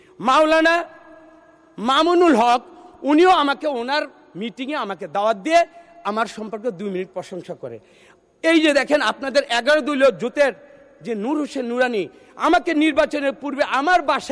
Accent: Munshiganj, Dhaka Division, Bangladesh; আমি মুন্সিগঞ্জের মানুষ।

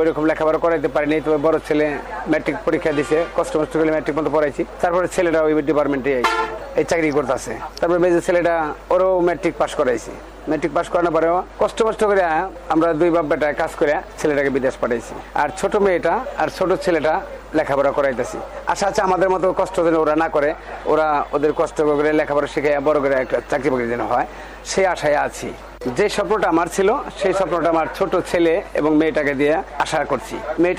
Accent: Manikganj District, Dhaka Division, Bangladesh; moved away; আমার বাড়ি মানিকগঞ্জ জেলা ঘিওর থানা।

